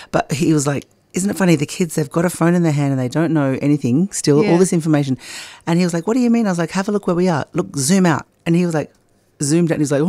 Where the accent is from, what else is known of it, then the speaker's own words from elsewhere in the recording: Hay, New South Wales, Australia; I'm from Hay, New South Wales.